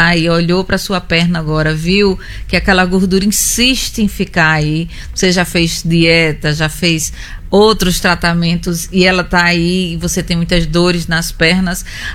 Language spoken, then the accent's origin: Portuguese; Mossoró, Rio Grande do Norte, Brazil; born there; also born or lived in Catolé do Rocha; Eu não sou de Catolé do Rocha. Eu nasci em Mossoró e morei em Catolé do Rocha há muito tempo